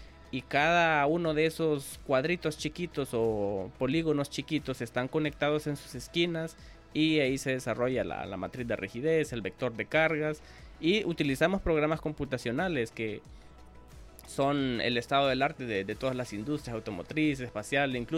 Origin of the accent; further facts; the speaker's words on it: Honduras; desde mi perspectiva como docente y como hondureño